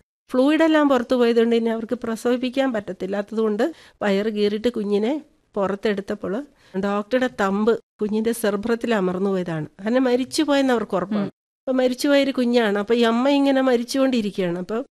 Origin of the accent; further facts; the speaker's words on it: Rajakkad, Kerala, India; ഇടുക്കിയിലാണ്, Idukki Rajakkad.